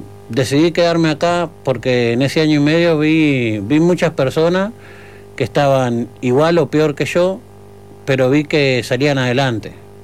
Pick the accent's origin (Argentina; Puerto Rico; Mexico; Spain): Argentina; now in Uruguay; En mi caso, yo soy argentino, vine de allá de Argentina